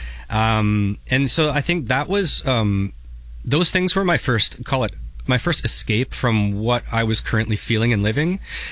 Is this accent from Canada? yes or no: yes; St. Catharines, Ontario, Canada; But mine, I grew up in St. Catharines. I was a small kid, smaller than the rest of the kids.